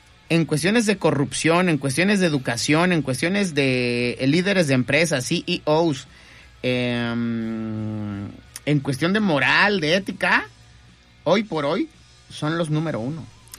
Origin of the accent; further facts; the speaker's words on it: Mexico; now in Manzanillo, Mexico; ¿Por qué vivo en Manzanillo? Tanto me hiciste mexicano.